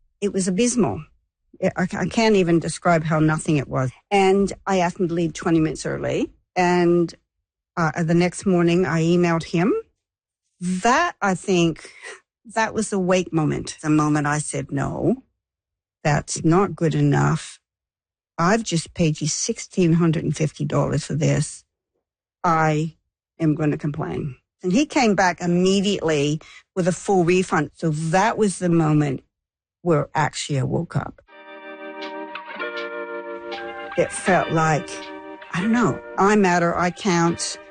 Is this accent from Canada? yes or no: yes; Canada; moved away as an adult; now in Australia; I'm a Canadian living in Australia. I've been here 40 years.